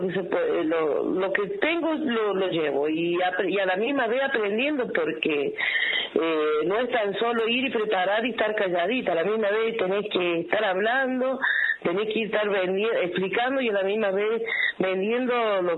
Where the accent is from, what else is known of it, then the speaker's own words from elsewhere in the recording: San Luis, Argentina; also born or lived in San Juan; Yo soy sanjuanina criada en San Luis